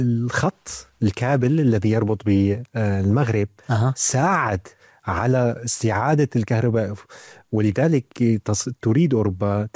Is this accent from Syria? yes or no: yes; Syria; now in Lower Saxony, Germany; أنا كسوري